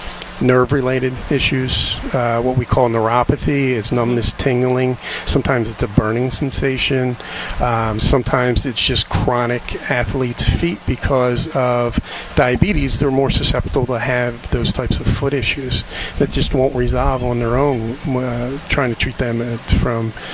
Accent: New Jersey, United States; I'm from South Jersey, so I'm familiar with Philadelphia. I went to podiatry school in New York City.

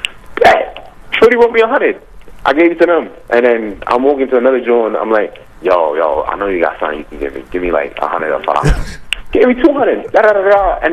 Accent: Newark, New Jersey, United States; Homegrown, but I'm from Newark, New Jersey

